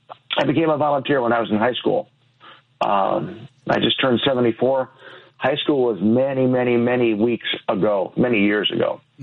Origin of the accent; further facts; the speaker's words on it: Aurora, Illinois, United States; I grew up in Aurora, Illinois, about 40 miles west of Chicago.